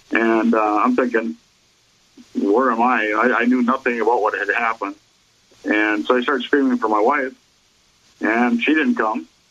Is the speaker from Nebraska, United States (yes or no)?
no; Wisconsin, United States; I'm from Wisconsin.